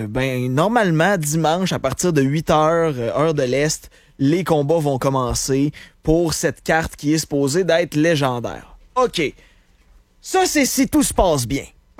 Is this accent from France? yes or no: no; Canada; mais vu qu'on est des Canadiens, ben, nous autres, on se fait mettre dans...